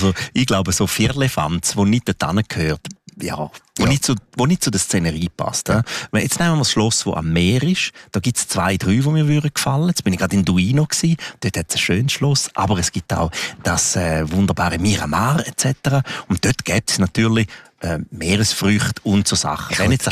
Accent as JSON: {"language": "German", "region": "Graubünden", "country": "Switzerland", "tie": "born or raised there", "said": "Engadin ist meine Heimat."}